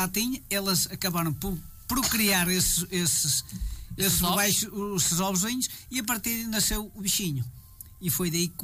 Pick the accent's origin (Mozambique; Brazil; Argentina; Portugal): Portugal; Norte; now in Boelhe, Portugal; Eu sou natural de Ridemunhos e vivo em Boelho. E na altura trabalhava aqui em Penafiel